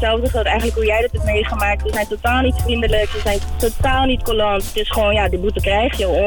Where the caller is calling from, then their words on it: Zaandam, North Holland, Netherlands; Ik kom uit Zaanstad.